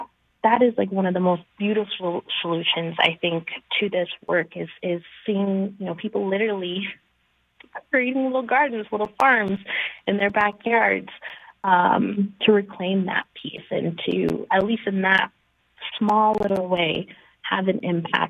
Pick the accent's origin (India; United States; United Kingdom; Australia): United States; Denver, Colorado; I grew up in Montbello, like, forever Bellside. I love Montbello through and through.